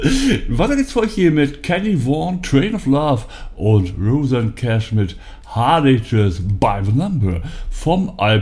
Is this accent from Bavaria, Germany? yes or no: no; Bremen, Germany; ich als Bremer